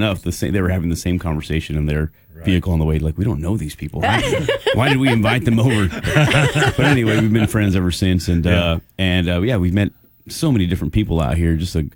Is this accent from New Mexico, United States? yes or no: yes; Las Cruces, New Mexico, United States; moved away; I'm from Las Cruces, New Mexico.